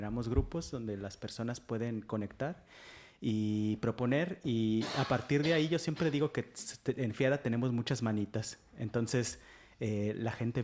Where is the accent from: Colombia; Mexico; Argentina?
Mexico; moved away as an adult; now in Ferrol, Spain; nosotros somos mexicanos, ya se nos escucha. Y llegamos aquí y nos enamoramos realmente de la cultura gallega. Entonces, estamos aquí muy enamorados de Ferrol, de la comunidad.